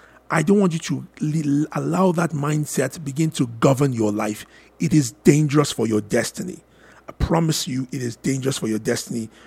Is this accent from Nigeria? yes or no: yes; Lagos, Nigeria; moved away as an adult; now in Canada; I grew up and lived in Lagos.